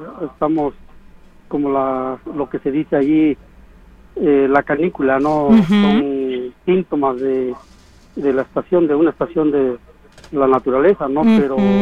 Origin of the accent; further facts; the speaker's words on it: Magdalena Jaltepec, Oaxaca, Mexico; Entonces, Nochistlán tiene sus pueblos y yo soy del pueblo de Magdalena, Jaltepec.